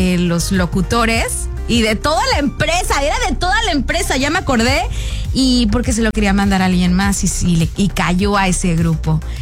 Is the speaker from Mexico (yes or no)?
yes; Mexico; estábamos en la criticada, ya sabes, que se nos da como mexicanos